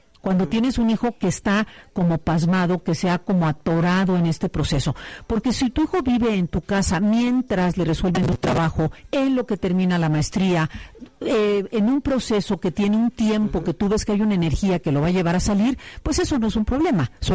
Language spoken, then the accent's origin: Spanish; Veracruz, Mexico; moved away; also born or lived in Puebla; yo soy de Veracruz y mi salida al mundo fue ir de Veracruz a Puebla. Y fue un evento en mi vida.